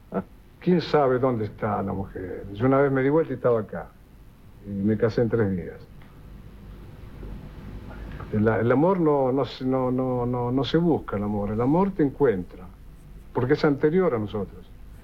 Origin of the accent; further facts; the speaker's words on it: Berisso, Buenos Aires Province, Argentina; moved away; si no en la misma esquina donde me crié, o donde empecé a criarme, a la esquina de al lado, pero seguramente en Berisso, La Plata